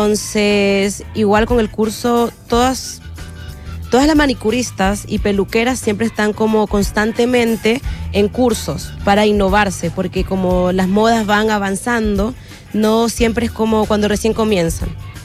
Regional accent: Ecuador; now in Rancagua, Chile; Somos las tres ecuatorianas.

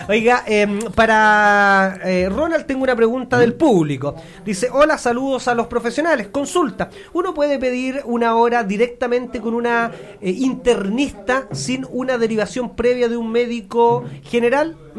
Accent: Chile; como chilenos, muchas veces somos... re malos para ir a un chequeo

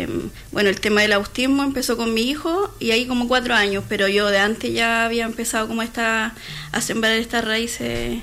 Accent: Curicó, Maule, Chile; moved away as an adult; now in Teno, Chile; Yo vengo de Curicó, hace 15 años que vivo acá en Teno. Me trajo el amor, me vine enamorada por acá

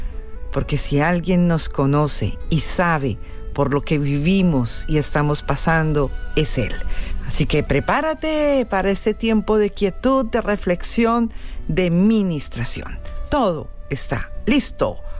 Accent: Colombia; con este ritmo de mi tierra

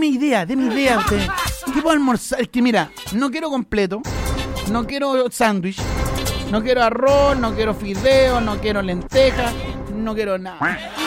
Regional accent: Chile; yo soy chileno.

